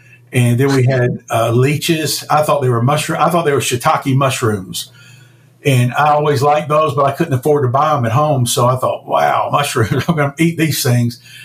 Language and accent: English; United States; being an American entrepreneur